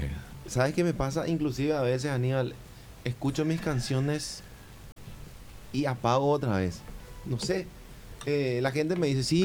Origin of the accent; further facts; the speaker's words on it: Asunción, Paraguay; born there; Yo nací en la ciudad de Asunción, sí, en el hospital militar.